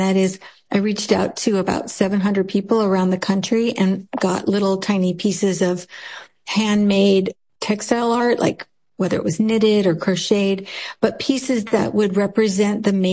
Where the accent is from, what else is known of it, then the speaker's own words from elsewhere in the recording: Omaha, Nebraska, United States; moved away as an adult; also born or lived in New York / San Francisco; I grew up in Omaha and went to Creighton and then promptly left Omaha and spent the next like 30 years kind of out of the city, bouncing between New York and San Francisco.